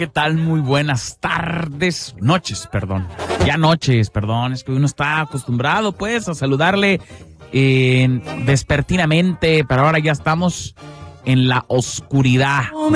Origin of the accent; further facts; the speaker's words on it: Quintana Roo, Mexico; Yo soy de Quintana Roo.